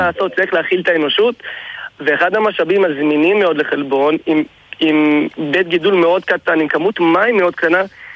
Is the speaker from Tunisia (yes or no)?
yes; Tunisia; מי שיש לו מסורת לצפון אפריקה, ואפילו ספרד, לא רק תימנים, גם צפון אפריקה, אני טוניסאי ויש לי מסורת